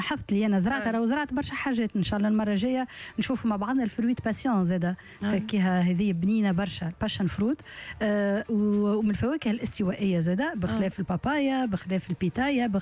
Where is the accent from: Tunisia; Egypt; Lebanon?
Tunisia; عندنا في تونس.